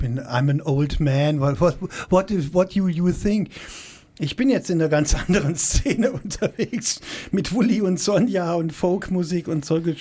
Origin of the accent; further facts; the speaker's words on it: Krefeld, North Rhine-Westphalia, Germany; now in Nuremberg, Germany; Ja, ich komme aus Krefeld, bin aber seit 50 Jahren fast in Nürnberg.